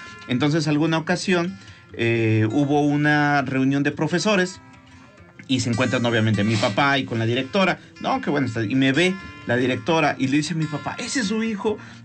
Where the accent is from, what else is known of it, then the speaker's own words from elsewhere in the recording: San Miguel Xoxtla, Puebla, Mexico; Yo soy de San Miguel Xostla. Sí, yo soy de San Miguel Xostla, es el municipio 136, casi es el municipio más pequeño del estado de Puebla, pero vaya, rico en historia, en cultura, en gastronomía.